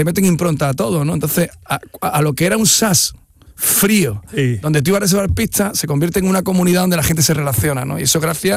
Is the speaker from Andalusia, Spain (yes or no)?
yes; Málaga, Andalusia, Spain; nosotros somos de Miraflores de los Ángeles, de un barrio muy humilde. Vivíamos una vivienda muy pequeñita